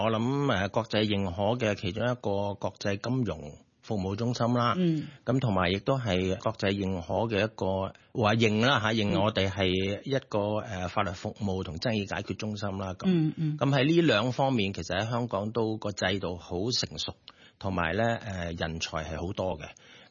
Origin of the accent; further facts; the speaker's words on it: China; 其實我哋國家，其實我哋中國人，我哋嘅智慧咧，從來都係要和為貴嘅。